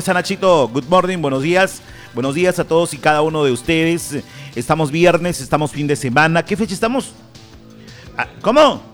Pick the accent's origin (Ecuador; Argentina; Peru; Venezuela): Peru